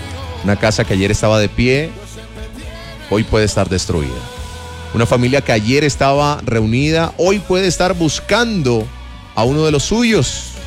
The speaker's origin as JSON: {"language": "Spanish", "country": "Colombia"}